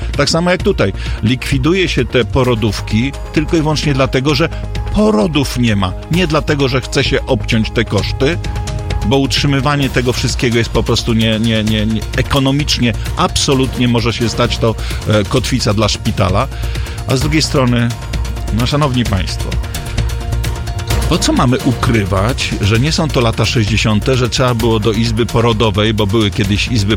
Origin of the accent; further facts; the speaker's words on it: Gorzów Wielkopolski, Lubusz Voivodeship, Poland; ja jestem Gorzowianinem